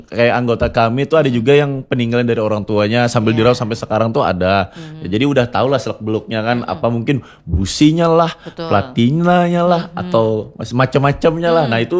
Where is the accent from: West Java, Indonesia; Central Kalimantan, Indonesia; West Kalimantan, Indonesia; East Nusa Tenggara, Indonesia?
Central Kalimantan, Indonesia; Palangka Raya; born there; saya memang kelahiran Palangkaraya kan.